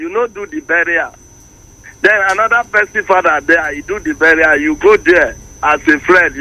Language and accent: English; Isolu, Kogi, Nigeria; I'm from Isolu, Yagba East local government, and Co Christian.